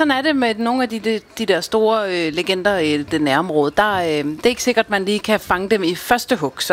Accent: Bornholm, Capital Region of Denmark, Denmark; for eksempel også på Bornholm, hvor jeg kommer fra.

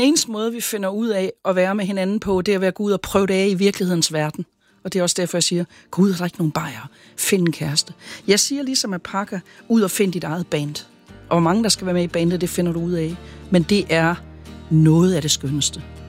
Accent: Sønderborg, Region of Southern Denmark, Denmark; Det gjorde man sgu ikke i 60'erne hjemme i Sønderborg. Der kunne du bare gå ned af gaden i din islændersvætter med din hårbørst i lommen på din korberjak, og så se, hvad der sker.

